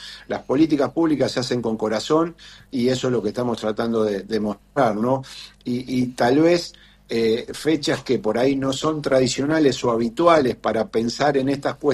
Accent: Argentina; nuestro primer grito de revolución como argentinos

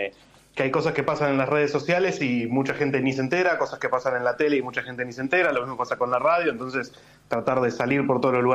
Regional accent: La Matanza, Buenos Aires Province, Argentina; moved away as an adult; now in Buenos Aires, Argentina; Sí, yo soy de La Matanza, de La Matanza, más específicamente. Ahora ya hace igual un par de años que vivo acá en Capital.

